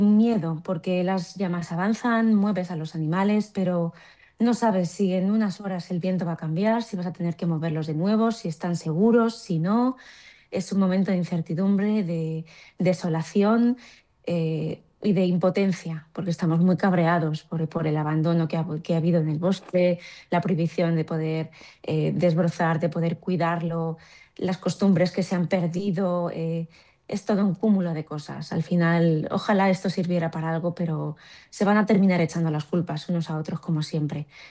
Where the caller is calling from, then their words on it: El Tiemblo, Castile and León, Spain; yo soy vecina del Tiemblo